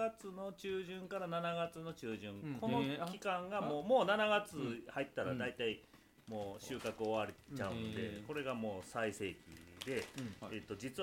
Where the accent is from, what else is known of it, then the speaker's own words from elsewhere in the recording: Otsu, Shiga, Japan; いやいや僕大津ですけど